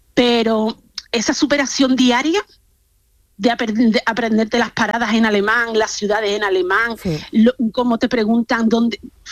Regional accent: Seville, Andalusia, Spain; now in Germany; Yo soy de Sevilla.

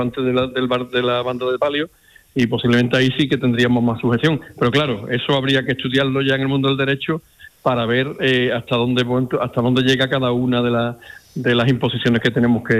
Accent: Jerez de la Frontera, Andalusia, Spain; also born or lived in Seville; Soy sevillano de nacimiento, hermano de la hermandad de la Iniesta de toda mi vida y jerezano de adopción, vivo aquí desde prácticamente que nací

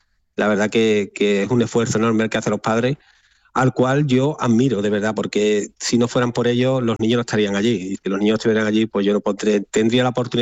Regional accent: Sanlúcar de Barrameda, Andalusia, Spain; no porque yo sea de Sanlúcar de Barrameda, sino que para mí mi tierra es lo mejor

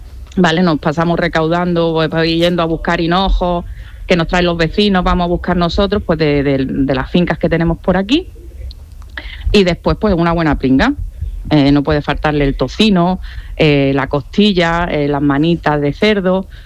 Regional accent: Barcelona, Catalonia, Spain; Yo vine de Barcelona, yo aprendí pues todo lo que son las comidas de aquí

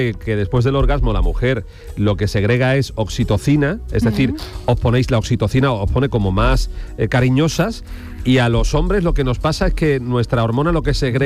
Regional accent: Jerez, Andalusia, Spain; Es verdad que una vez llevé vinagre de Jerez, de mi tierra.

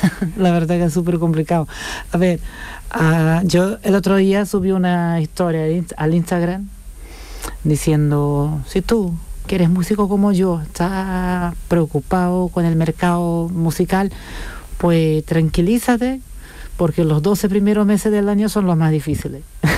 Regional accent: Chipiona, Andalusia, Spain; also born or lived in Brazil; Pues de Chipiona.

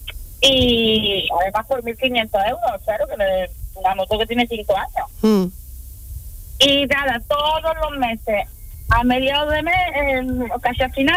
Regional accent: Almería, Andalusia, Spain

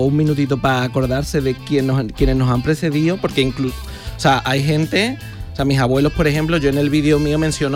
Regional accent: Cazalla de la Sierra, Andalusia, Spain; A mí de mi pueblo...

